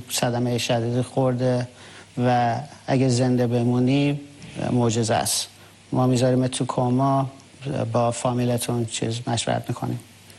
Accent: Tehran, Tehran Province, Iran; من سال 1974 توی تهران به دنیا آمدم

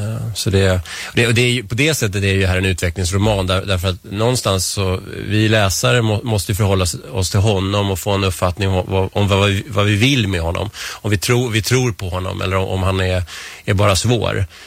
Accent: Vällingby, Stockholm County, Sweden; also born or lived in Strängnäs; now in Nacka, Sweden; Jag kommer ju inte härifrån. Jag kom från Vällingby från början och sen har jag bott i stan och jag har bott i Strängnäs då, som sagt. Men vi flyttade hit 2007

